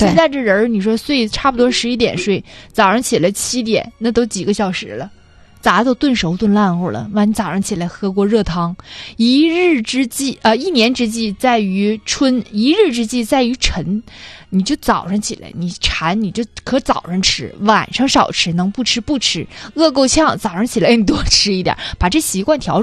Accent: Northeast China, China; 确实好像咱们东北人确实不太愿意喝汤

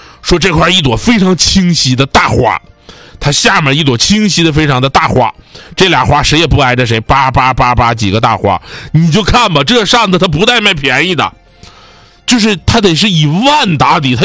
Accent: Northeast China, China; accent: Northeastern (Dongbei) dialect; 我们东北话

